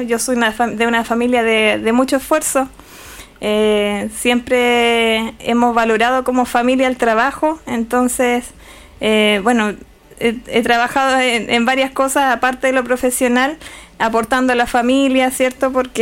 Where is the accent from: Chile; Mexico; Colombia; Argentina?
Chile; Laja, Biobío; born there; moved away; also born or lived in Temuco / Puerto Montt / Valparaíso / Santiago; Porque estudié en Temuco, en la Universidad de Temuco, pero nací en Laja, en la octava región. Hice mi práctica en Puerto Montt y trabajé en Valparaíso